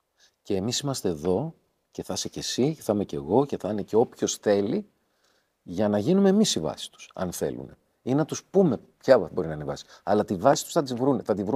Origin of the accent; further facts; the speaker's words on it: Peloponnese, Greece; στην Καλαμάτα, στα μέρη μας από κάτω.